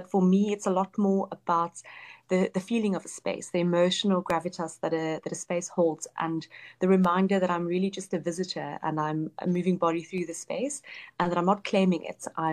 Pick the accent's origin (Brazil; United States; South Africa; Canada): South Africa; Even though I grew up in South Africa, there's always that question of sense of belonging.